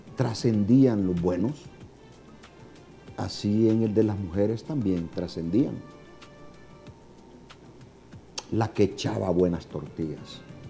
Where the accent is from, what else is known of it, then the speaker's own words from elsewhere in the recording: Choluteca, Honduras; Allá en mi pueblo donde yo me crié, en Choluteca, los menesteres del que yo oí hablar era del buen albañil.